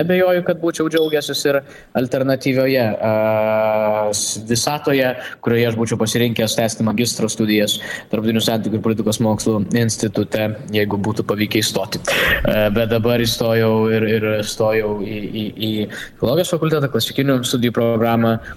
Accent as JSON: {"language": "Lithuanian", "town": "Vilnius", "region": "Vilnius County", "country": "Lithuania", "said": "Aš vilnietis esu"}